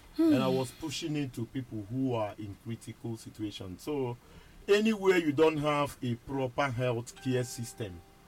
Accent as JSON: {"language": "English", "country": "Nigeria", "said": "I am a Nigerian."}